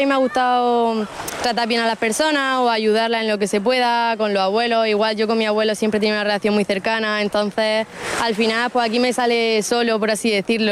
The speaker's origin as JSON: {"language": "Spanish", "town": "Cartagena", "region": "Region of Murcia", "country": "Spain", "said": "Yo de Cartagena."}